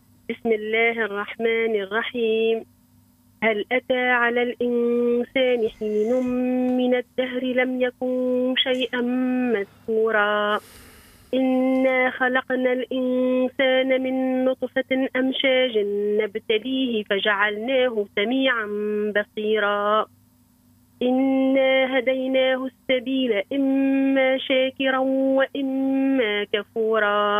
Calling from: Kairouan, Kairouan Governorate, Tunisia; من القيروان.

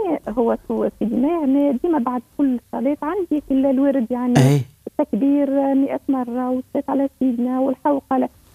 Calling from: El Kef, Kef Governorate, Tunisia

